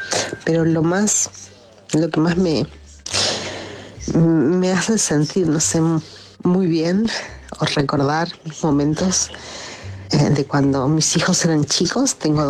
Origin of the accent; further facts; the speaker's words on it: Mansilla, Entre Ríos, Argentina; now in Villa de Tina, Argentina; buenas noches. … soy de Mansilla, Entre Ríos, pero en este momento estoy en Villa de Tina, Buenos Aires.